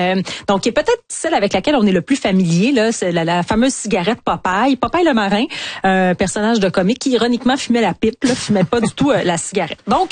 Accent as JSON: {"language": "French", "country": "Canada", "said": "chez nous au Canada"}